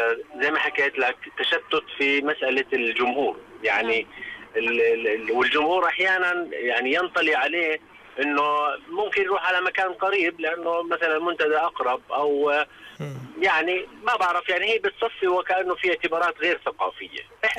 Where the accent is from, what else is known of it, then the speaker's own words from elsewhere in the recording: Jordan; احنا في عندنا بالاردن